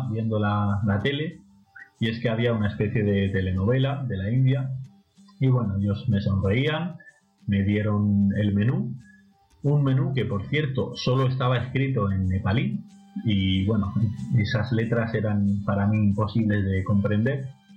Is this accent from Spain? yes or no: yes; Region of Murcia, Spain; yo como soy de Murcia, siempre voy al sur.